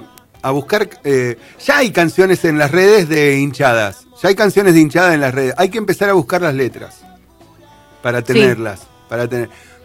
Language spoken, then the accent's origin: Spanish; Argentina; Yo soy de la Argentina.